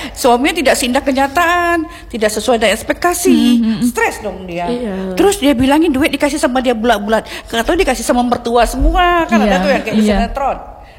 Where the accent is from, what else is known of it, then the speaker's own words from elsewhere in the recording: Aceh, Indonesia; Ngurusin suami harus kita siapin, apalagi kita Aceh.